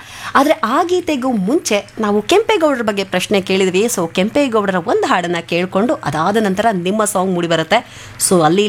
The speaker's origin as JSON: {"language": "Kannada", "town": "Bengaluru", "region": "Karnataka", "country": "India", "said": "ನಾನು ಕೂಡ ಬೆಂಗಳೂರಿನವಳು."}